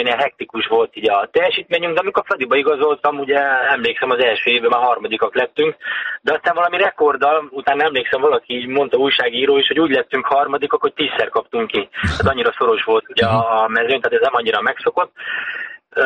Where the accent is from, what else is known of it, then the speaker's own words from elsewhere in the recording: Zalaegerszeg, Zala, Hungary; Hogy ugye Zalaegerszegiként megéltem azt, hogy amikor itt felújították a stadiont